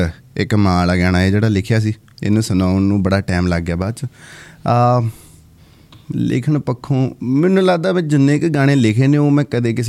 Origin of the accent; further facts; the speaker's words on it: Amritsar, Punjab, India; moved away; ਮੈਂ ਅੰਮ੍ਰਿਤਸਰ ਤੋਂ, ਜਗਾਵਾਂ ਪਿੰਡ ਹੈ ਜੀ ਮੇਰਾ, ਲੋਕ ਜਗਾਵਾਂ